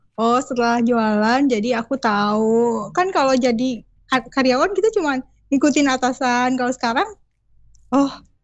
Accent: Soreang, West Java, Indonesia

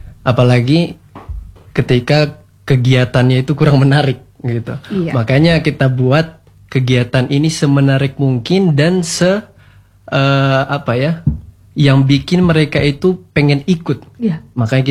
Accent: West Sumatra, Indonesia; now in Sumba, Indonesia; saya dari Sumatera Barat.

